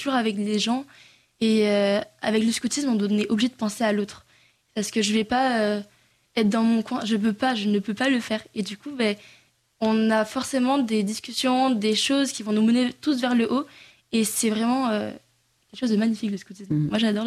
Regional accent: Bayonne, Nouvelle-Aquitaine, France; Cette année, on est 6 et on vient de Bayonne.

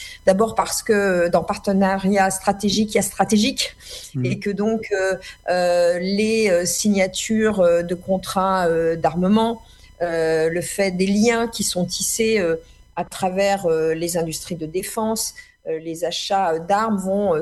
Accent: France; Évidemment, moi, en tant que Française d'origine arménienne, je n'ai pas à, à commenter les options politiques de Nikol Pachinian.

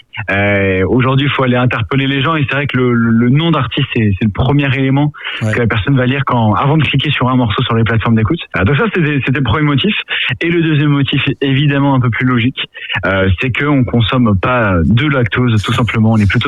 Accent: Paris, Île-de-France, France; nous on est originaire de Paris.

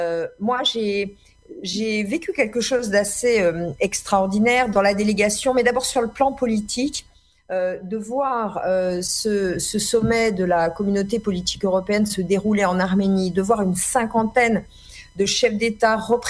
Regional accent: France; moi en tant que française d'origine arménienne

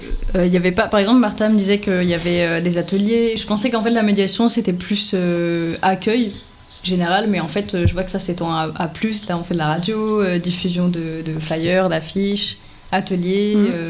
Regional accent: Angers, Pays de la Loire, France; En plus, c'était loin parce que nous, on est d'Angers.

